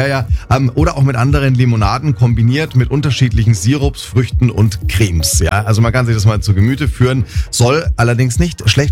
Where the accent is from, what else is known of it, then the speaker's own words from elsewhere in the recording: Erlangen, Bavaria, Germany; Übrigen in der Bergkirch bei Erlangen bei Nürnberg. Das ist ja quasi wie das zweite Oktoberfest, ne, aus meiner Heimat.